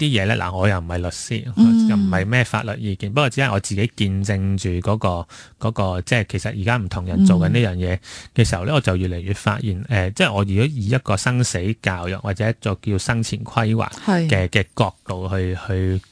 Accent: Hong Kong; 我哋香港人

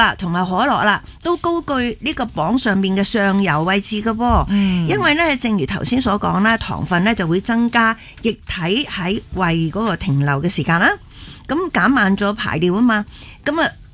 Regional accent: South China, China; 我系南方人

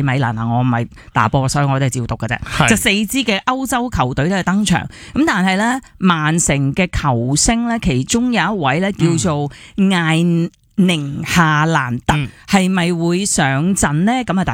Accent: Hong Kong; 作为香港人

